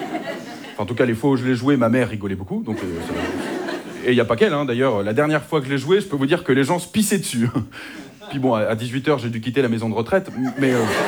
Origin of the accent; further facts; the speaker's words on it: Hauts-de-France, France; moi je suis du Nord-Pas-de-Calais, on fait pas ça chez vous